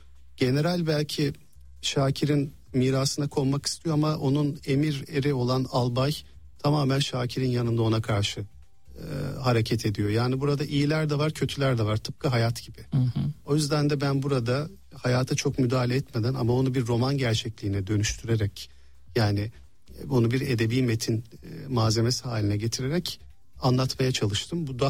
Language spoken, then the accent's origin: Turkish; Istanbul, Turkey; Ben İstanbul'da doğdum büyüdüm, hatta Ortaköy'de doğdum. Hı hı. Ve 10 yaşıma kadar da orada yaşadık, sonra Kadıköy'e geçtik.